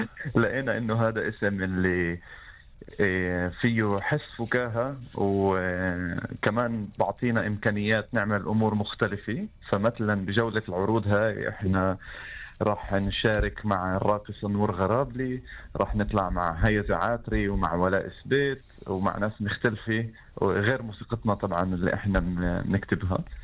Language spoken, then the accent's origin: Arabic; Haifa District, Israel; احنا من حيفا وشفاعمر.